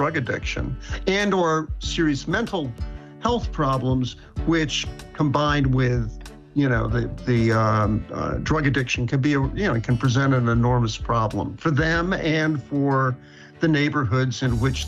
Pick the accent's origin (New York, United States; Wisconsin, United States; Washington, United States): New York, United States; New York City; born or raised there